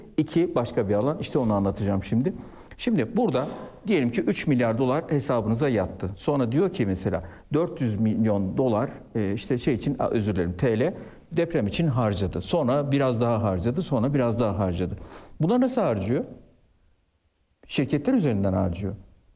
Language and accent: Turkish; Mucur, Kırşehir, Turkey; memleketimdeki köfteciye, Mucur'da memleketimin adını da vereyim.